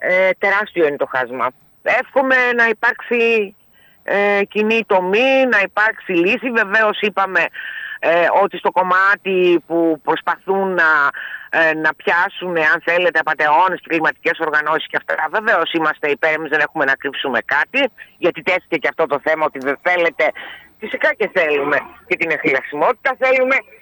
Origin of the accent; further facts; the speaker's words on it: Athens, Attica, Greece; Είμαστε από την Αθήνα.